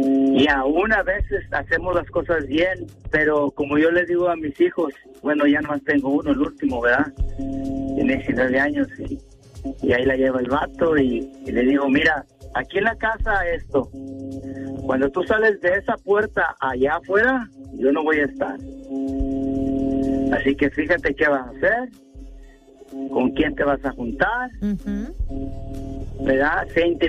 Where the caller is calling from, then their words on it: United States; como yo vivo en el rancho, yo no vivo en West Point.